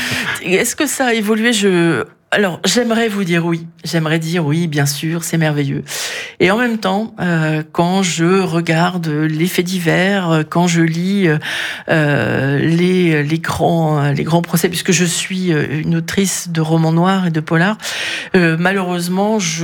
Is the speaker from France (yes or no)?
yes; Brittany, France; je suis présente sur plein de salons, notamment au Finistère, puisque je suis des Monts d'Arrée